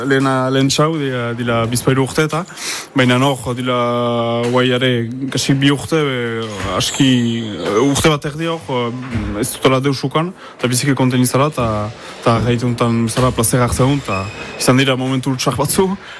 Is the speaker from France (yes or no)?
yes; Saint-Étienne-de-Baïgorry, Nouvelle-Aquitaine, France; 25 urtetut, eta Baigurrikoan iz.